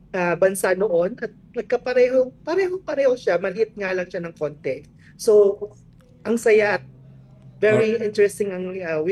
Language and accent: Tagalog; Western Visayas, Philippines; Tulad lang sa amin sa Aklan